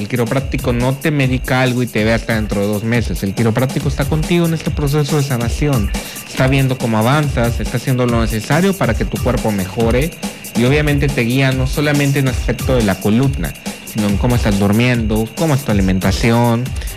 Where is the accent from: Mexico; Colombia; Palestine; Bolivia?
Mexico; moved away as an adult; now in Dominican Republic; Yo soy de México